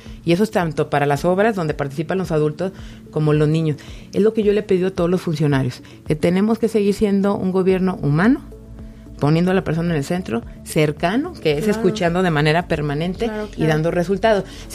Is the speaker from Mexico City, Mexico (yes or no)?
no; León, Guanajuato, Mexico; en León tenemos grandes raíces de identidad, pero también fuertes alas para volar que nos da la historia